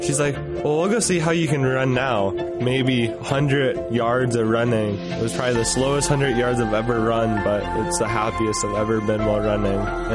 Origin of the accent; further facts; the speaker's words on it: Box Elder, South Dakota, United States; I come from Box Elder, which is a smaller town all up in itself.